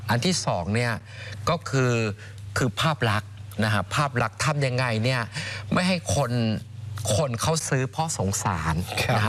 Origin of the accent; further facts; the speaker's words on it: Bueng Kan, Thailand; รากผมเป็นคนจังหวัดบึงกาฬนะฮะก็รากวิถีจังหวัดบึงกาฬมันเป็นจังหวัดล่าสุดของประเทศจังหวัดที่77นะ